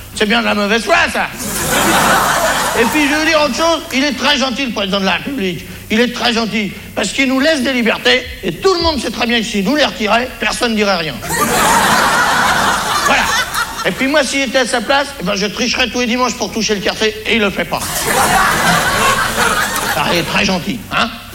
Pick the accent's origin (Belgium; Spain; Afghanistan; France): France; Je suis content d'être français, moi, hein. D'abord parce que je suis français, et puis d'autre part, même bien content.